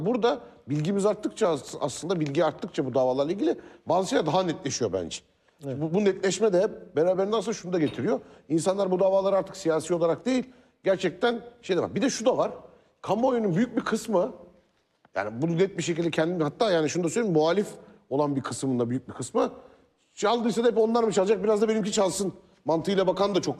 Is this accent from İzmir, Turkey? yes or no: no; Kadıköy, Istanbul, Turkey; born or raised there